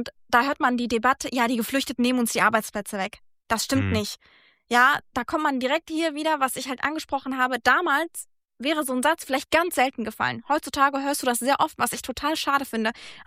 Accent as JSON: {"language": "German", "country": "Germany", "tie": "born or raised there", "first_language": "German and Afghan (Dari/Pashto)", "said": "ich bin hier geboren, aufgewachsen. Deutschland ist Teil meiner Identität. Ich bin ja auch Deutsche, das sage ich immer."}